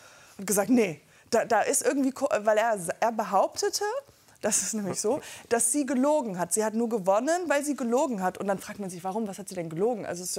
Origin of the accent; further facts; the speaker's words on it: Höhr-Grenzhausen, Rhineland-Palatinate, Germany; born there; moved away; also born or lived in United States; ich bin auch nicht nur im Dorf aufgewachsen, weil ich halb Amerikanerin bin. Ich habe auch eine längere Zeit in Amerika gewohnt. Also ich will jetzt nicht hier so hausieren, dass ich nur aus dem Kaff komme.